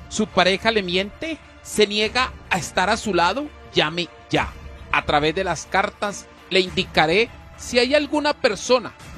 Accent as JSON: {"language": "Spanish", "region": "Michoacán", "country": "Mexico", "said": "Yo soy de Michoacán."}